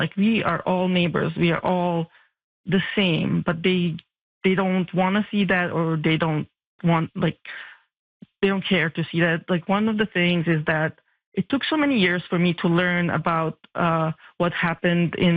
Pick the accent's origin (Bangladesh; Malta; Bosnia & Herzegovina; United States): Bosnia & Herzegovina; now in Vancouver, Canada; I came to Canada as a refugee from the Bosnian War